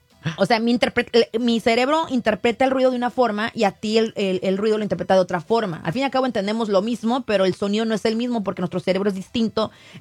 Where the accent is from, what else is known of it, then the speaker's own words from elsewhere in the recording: Spain; Y yo soy española.